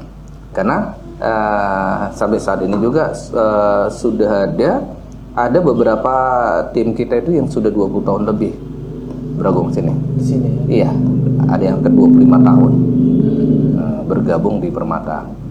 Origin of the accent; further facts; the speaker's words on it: Java, Indonesia; Saya kalau ditanya ya asli saya suku Jawa.